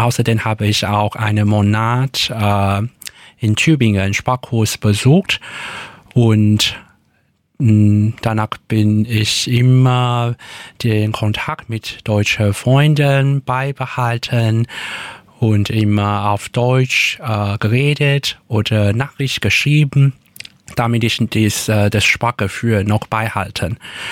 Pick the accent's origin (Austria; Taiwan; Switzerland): Taiwan; accent: Taiwanese Hokkien; first language Taiwanese Hokkien; German is a second language; moved away; meine Familie sprechen Taiwanesisch, also Fukien und es gibt so viele unterschiedliche Aussprache, wie zum Beispiel Wasser auf Mandarin ist Shui, aber auf meinem Dialekt Hokkien ist Zui.